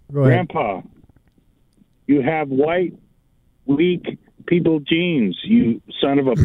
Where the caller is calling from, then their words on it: Longview, Washington, United States; I'm calling from Longview, Washington.